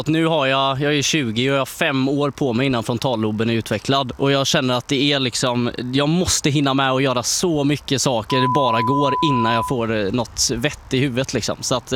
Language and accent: Swedish; Gothenburg, Västra Götaland County, Sweden; jag som är född och uppvuxen i Göteborg, men i Gnagare